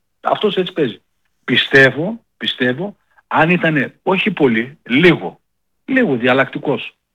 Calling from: Thessaloniki, Central Macedonia, Greece; Καταγωγή έχω, Θεσσαλονικιός είμαι, καταγωγή έχω από Καρδίτσα.

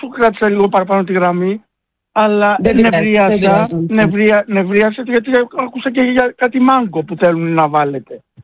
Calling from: Piraeus, Attica, Greece; Εγώ είμαι εδώ, είμαι Πειραιώτης είμαι εγώ.

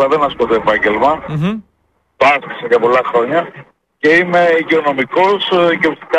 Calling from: Kavala, Eastern Macedonia and Thrace, Greece; από Καβάλα.

